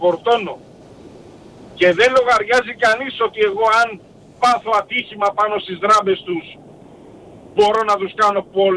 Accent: Chalcis, Central Greece, Greece; ότι είμαι από τη Χαλκίδα και είμαι από Οξής.

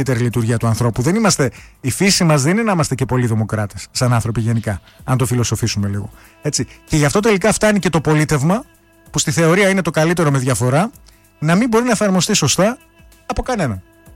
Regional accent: Greece; εμείς ως Έλληνες

